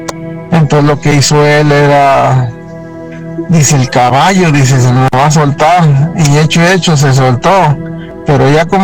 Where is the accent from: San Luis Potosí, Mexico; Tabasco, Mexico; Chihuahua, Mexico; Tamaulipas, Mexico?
San Luis Potosí, Mexico; Yo vengo de... Soy nativo de San Luis Potosí.